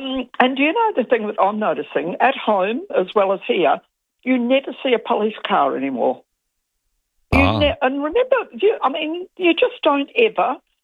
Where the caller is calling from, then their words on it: Melbourne, Victoria, Australia; I'm ringing from Melbourne. I live in Adelaide, but ringing from Melbourne.